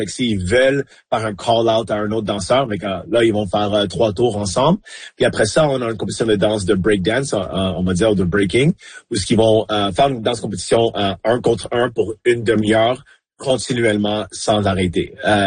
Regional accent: Montreal, Quebec, Canada; now in Winnipeg, Canada; Je suis né, j'ai grandi à Montréal, à La Salle, au sud de l'île. J'habitais là jusqu'à l'année 2006, quand j'ai déménagé ici à Winnipeg en 2006 avec mon père.

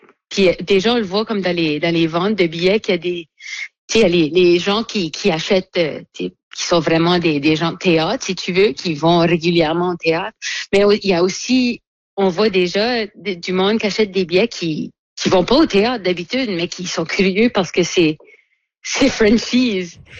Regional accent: Dieppe, New Brunswick, Canada; now in Shediac, Canada; Là, moi, j'ai grandi à Dieppe.

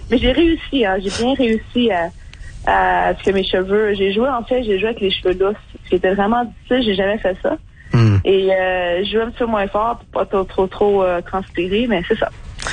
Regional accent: Quebec, Canada; now in Ontario, Canada; Bien sûr, je viens du Québec.

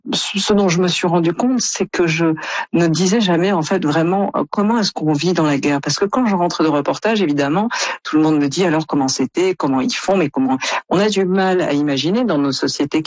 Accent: France; quand on est Canadien ou comme moi français

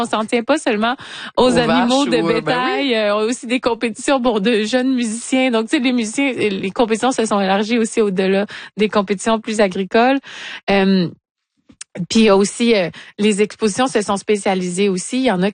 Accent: Rimouski, Quebec, Canada; qui m'ont donné l'idée à Edmonton en 1872 et Rimouski en ma terre natale en 1888.

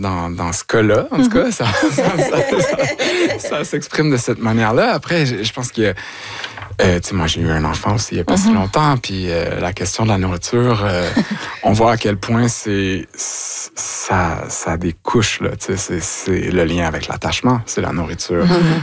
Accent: Vaudreuil-Soulanges, Quebec, Canada; moi, je suis retournée dans ma région natale, c'est-à-dire Vaudreuil-Soulanges.

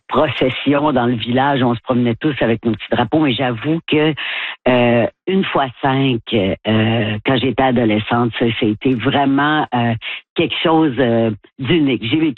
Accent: Quebec, Canada

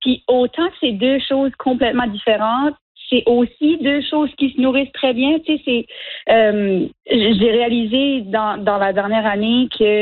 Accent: Chéticamp, Nova Scotia, Canada; first language French; moved away as an adult; now in Moncton, Canada; j'ai grandi à Sitka en Nouvelle-Écosse, hein. Ça fait nous autres, tu sais, le français, la francophonie a été beaucoup, beaucoup assimilée.

